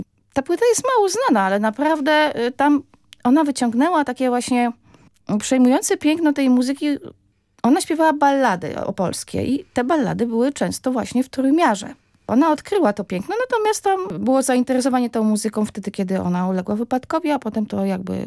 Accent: Masovian Voivodeship, Poland; born there; also born or lived in Opole; Ja się urodziłam w Opolu. Bardzo krótko tam mieszkałam, wczesne dzieciństwo, potem rodzina wyniosła się na Mazowsze.

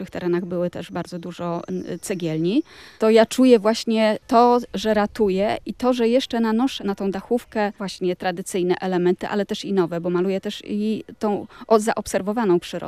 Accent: Olsztyn, Warmian-Masurian Voivodeship, Poland; Ja pochodzę tutaj z Warmii, urodziłam się w Olsztynie. Moi rodzice pochodzą też stąd. Pradziadkowie w ogóle tutaj przybyli na tę ziemię.

